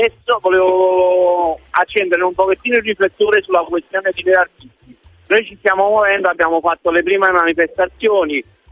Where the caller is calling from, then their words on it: Naples, Campania, Italy; da Napoli